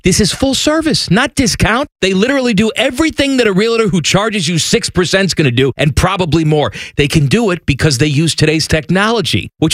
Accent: Midwest, United States; now in Columbus, United States; I grew up in the Midwest, and all us Midwestern people like to complain about the weather all the time.

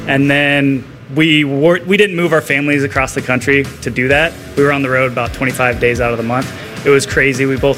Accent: Spokane, Washington, United States; moved away as an adult; now in Columbus, United States; So we're both from Washington. Jared's from the west side. I'm from the east side. I'm from Spokane.

